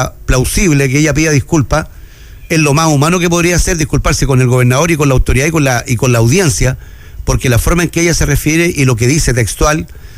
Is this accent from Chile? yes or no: yes; Antofagasta, Chile; los que somos de Antofagasta y sabemos lo que nos pasó en 91 con un aluvión